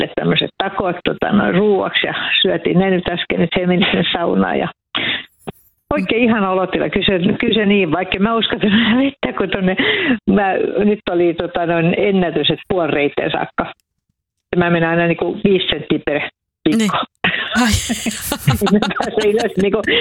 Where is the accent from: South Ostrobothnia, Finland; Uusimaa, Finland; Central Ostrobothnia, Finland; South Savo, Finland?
Uusimaa, Finland; Vihti; me ollaan Vihdistä ja meillä on mökki täällä Korppossa